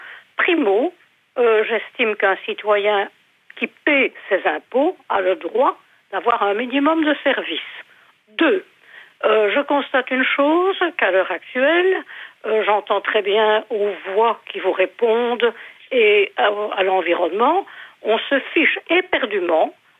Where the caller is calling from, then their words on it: Jette, Brussels-Capital Region, Belgium; moi, chez moi, à Jette